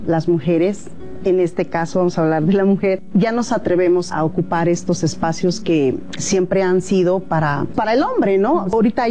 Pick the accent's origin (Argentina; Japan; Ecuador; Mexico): Mexico; first language Amuzgo; Spanish is a second language; De donde yo vengo, pensaba que se hablaba, en mi caso, que yo hablo el amuzgo, pensé que aquí también se hablaba.